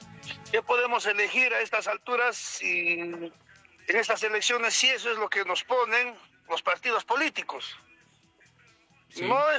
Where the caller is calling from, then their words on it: Cusco, Peru; ¿Y qué hacemos como peruanos, como ciudadanos, como cusqueños?